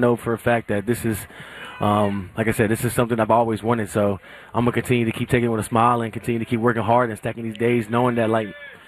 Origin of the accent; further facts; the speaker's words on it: St. Louis, Missouri, United States; now in Los Angeles, United States; being just playing football in my front yard in St. Louis, Missouri